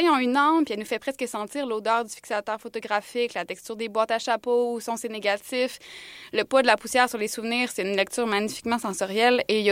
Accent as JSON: {"language": "French", "town": "Montreal", "region": "Quebec", "country": "Canada", "said": "chez nous à Montréal"}